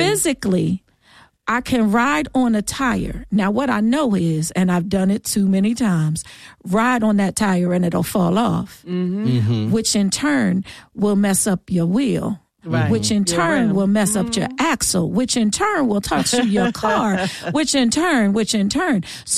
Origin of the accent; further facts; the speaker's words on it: New Jersey, United States; And abroad, because I came from Jersey. I came from Jersey.